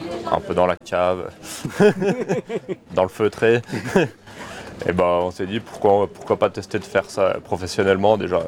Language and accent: French; Auvergne-Rhône-Alpes, France